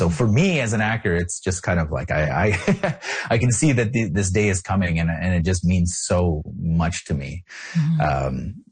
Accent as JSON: {"language": "English", "town": "Toronto", "region": "Ontario", "country": "Canada", "tie": "born there", "said": "I was born in Toronto, you know, but I grew up in community."}